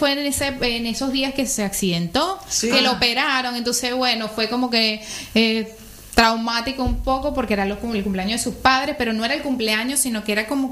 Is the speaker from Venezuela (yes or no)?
yes; Venezuela; moved away as an adult; now in Argentina